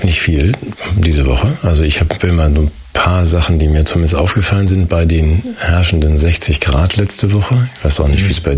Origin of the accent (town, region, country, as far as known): Germany